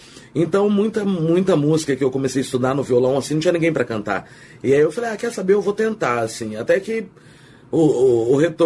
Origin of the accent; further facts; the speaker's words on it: Campinas, São Paulo, Brazil; Cara, Vila Castelo Branco, prefiro chamar como Vila Bela. Uhum. E a Vila Bela é um bairro, né, periférico aqui de Campinas.